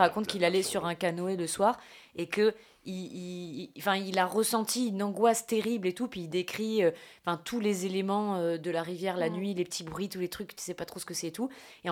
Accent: Mayotte; now in France; quand j'étais petite, j'habitais à Mayotte. Et du coup, j'ai grandi vraiment au bord de l'océan.

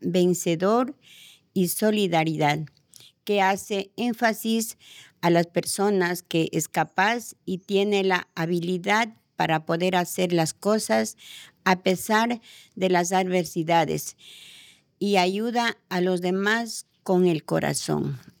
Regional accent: Ambato, Tungurahua, Ecuador; moved away as an adult; now in France; Soy de Ecuador, de la ciudad de Ambato. Estoy desde el 2016 aquí en Francia.

